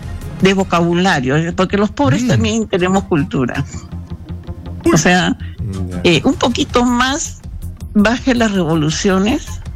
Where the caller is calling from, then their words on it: Lima, Peru; De acá de Los Olivos